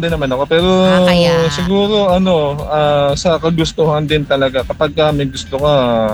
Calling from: Santa Maria, Central Luzon, Philippines; sa Bulacan din ako.

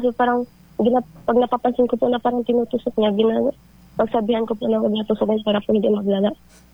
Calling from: Aborlan, Mimaropa, Philippines; Taga Kabigaan po. Barangay Kabigaan. Municipality po of Aborlan.

